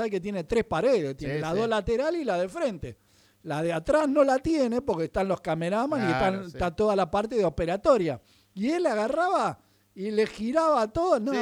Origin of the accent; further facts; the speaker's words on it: Uruguay; now in Argentina; la que yo viví de chico en Uruguay.